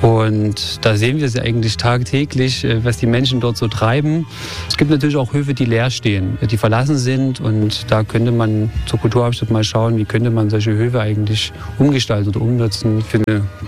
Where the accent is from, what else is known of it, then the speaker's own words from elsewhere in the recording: Glauchau, Saxony, Germany; born there; Ich bin hier in Klauchau geboren, ist etwa 20 Kilometer von Chemnitz entfernt.